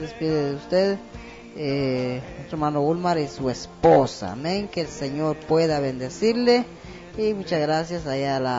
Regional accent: El Tumbador, San Marcos, Guatemala; now in San Pablo, Guatemala; Y pues nosotros estamos en el sector El Trébol de San Pablo, San Marcos. Pues somos originarios del Plan de la Gloria, El Tumbador.

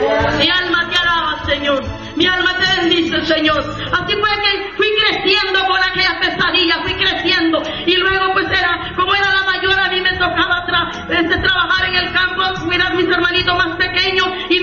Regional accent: El Salvador; porque la pobreza estaba muy dura en El Salvador. Aleluya, soy del Salvador, bendito sea su nombre para siempre, aleluya. Y me crié allá por una isla y de allá tuve que dejar a mis hijos.

